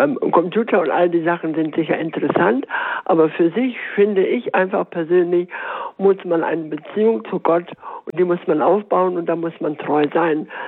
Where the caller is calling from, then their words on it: Nordwalde, North Rhine-Westphalia, Germany; ich rufe aus Nordwalde an. Das liegt im Bistum Münster.